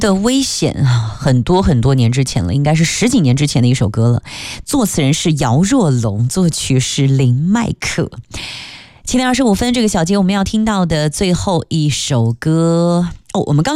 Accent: Fuzhou, Fujian, China; 我们福州话

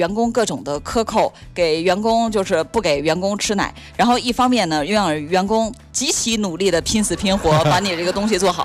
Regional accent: China; 这个你看我们中国人

